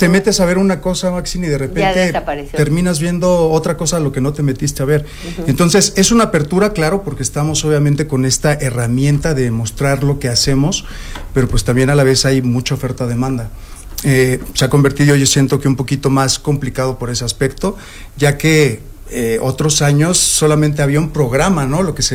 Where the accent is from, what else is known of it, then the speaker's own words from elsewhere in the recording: Veracruz, Mexico; Mucha gente no piensa que soy mexicano, mucha gente piensa que soy dominicano, cubano, de Costa Rica o algo así.